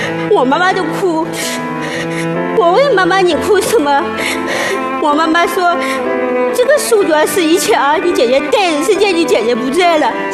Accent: Guizhou, China; 今年31岁，我来自贵州。那时候我家好穷好穷

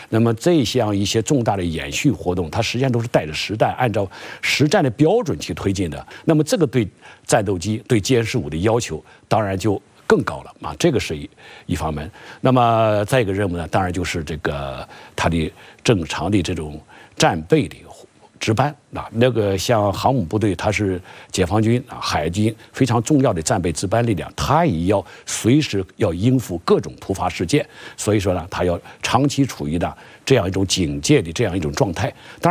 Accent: China; 亲手抚摸一下我们中国人造的航空母舰

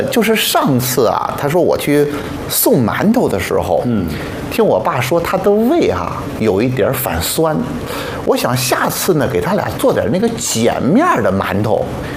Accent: Xuzhou, Jiangsu, China; moved away; 我们老家徐州哈，就是吃面食。我小的时候我妈特别爱蒸那个大馒头

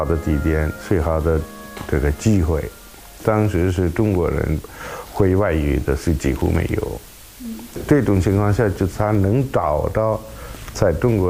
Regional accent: Sri Lanka; Chinese is a second language; moved away as an adult; now in China; 我是第一批从斯里兰卡到中国来的留学生，北京语言学院上的学。

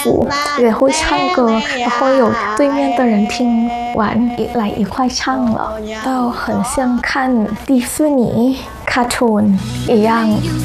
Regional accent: Thailand; Chinese is a second language; 我们从泰国来我们泰国也有这个

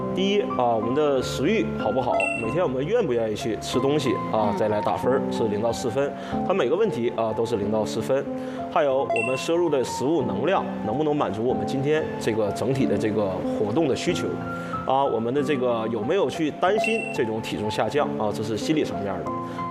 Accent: Northeast China, China; 我们东北人啊喜欢交友啊，喜欢喝酒，

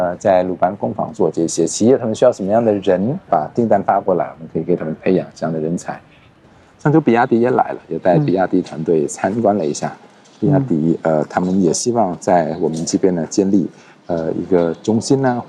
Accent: Cambodia

